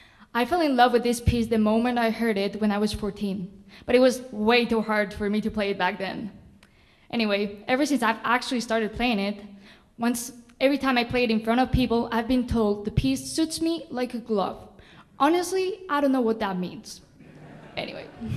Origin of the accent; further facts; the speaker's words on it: Madrid, Community of Madrid, Spain; I'm from Madrid, Spain, and this is my first time at the Heifetz Institute.